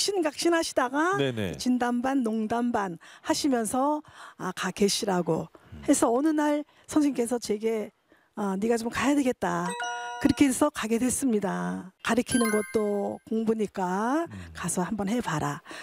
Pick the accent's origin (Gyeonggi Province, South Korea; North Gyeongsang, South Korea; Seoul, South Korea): Seoul, South Korea; 네, 서울입니다.